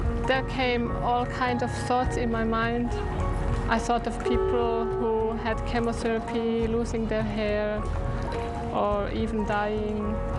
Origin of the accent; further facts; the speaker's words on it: Austria; English is a second language; moved away as an adult; now in Switzerland; I'm originally from Austria, but I live in Switzerland for almost 10 years.